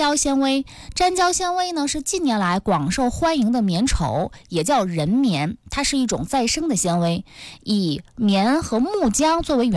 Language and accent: Chinese; Northeast China, China; 我们东北人